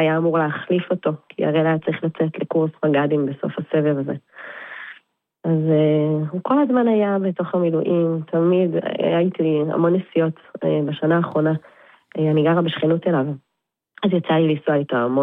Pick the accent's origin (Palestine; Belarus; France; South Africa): Palestine; Neve Daniel, West Bank; גדלנו בנווה דניאל.